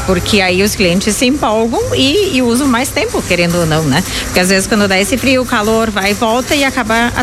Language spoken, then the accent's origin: Portuguese; Santa Clara do Sul, Rio Grande do Sul, Brazil; sou de Santa Clara do Sul.